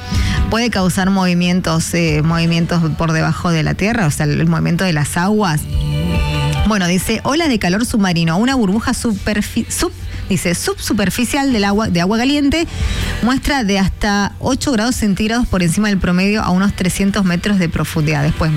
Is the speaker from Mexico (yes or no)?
no; Argentina